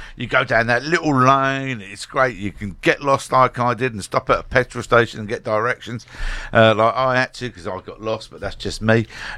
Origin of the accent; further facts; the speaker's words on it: London, United Kingdom; look, I'm sitting here as a Londoner